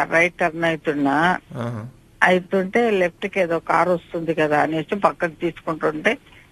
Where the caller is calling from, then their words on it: Devampet, Telangana, India; మా దేవంపేట సార్, ఇక్కడ యాదాద్రి డిస్ట్రిక్ట్.